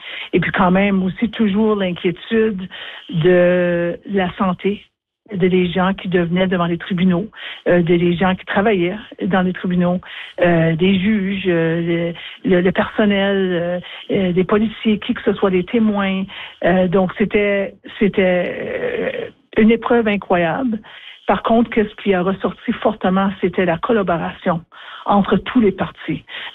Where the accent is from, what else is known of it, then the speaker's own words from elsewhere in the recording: Timmins, Ontario, Canada; moved away as an adult; now in Ottawa, Canada; je suis native du nord de l'Ontario. J'ai vécu toute ma vie à Timmins, qui est quand même pas trop loin de North Bay. Et puis ensuite, j'ai quitté pour l'Université d'Ottawa pour faire mes études et ensuite travailler à Ottawa.